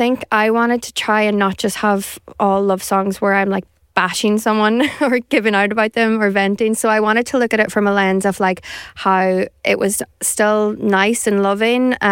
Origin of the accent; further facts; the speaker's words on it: Downings, County Donegal, Ireland; also born or lived in Carrigart; Was born and raised in Downings around all the beaches and stuff, and then I moved up to like near my granddad's house in Carrigart. So I fly the flag for both towns.